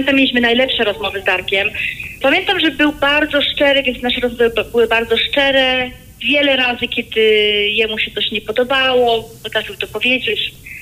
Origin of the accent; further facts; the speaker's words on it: Nowy Sącz, Lesser Poland, Poland; now in Warsaw, Poland; Ja pochodzę z Nowego Sącza, wyjechałam do Warszawy.